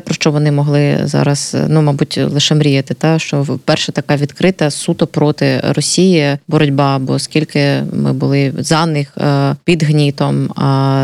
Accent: Luhansk Oblast, Ukraine; moved away; Я з Донбасу, власне, з Луганщини, і у мене дуже багато подруг, друзів, власне, моїх земляків.

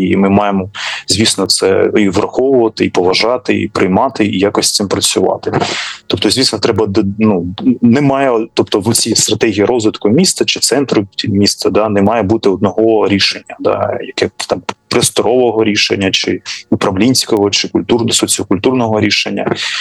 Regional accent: Kharkiv, Kharkiv Oblast, Ukraine; Я харків'янин

